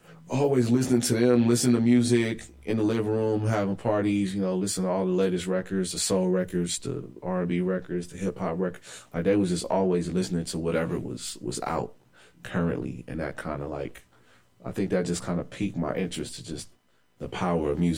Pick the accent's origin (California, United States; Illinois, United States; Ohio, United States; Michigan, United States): California, United States; Oakland; Growing up in Oakland and always coming across the bridge to the city to see, like, my grandmother, who was in Fillmore, and going to Third Baptist Church in San Francisco